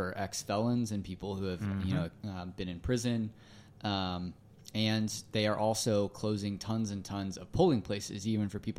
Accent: Little Rock, Arkansas, United States; Because I'm from Little Rock, right? I don't know how Crittenden County works, for instance.

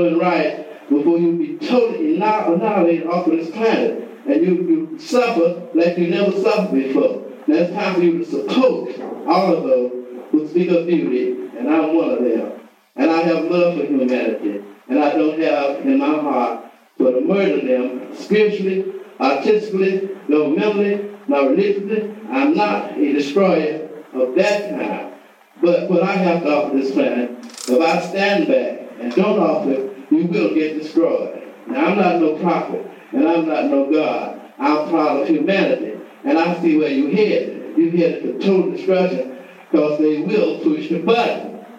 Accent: United States; I'm from America.

